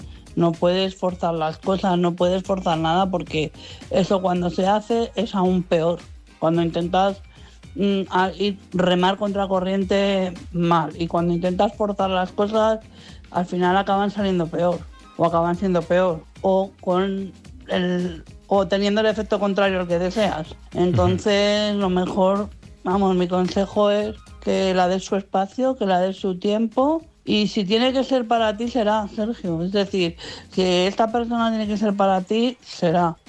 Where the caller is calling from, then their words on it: Madrid, Community of Madrid, Spain; de Madrid.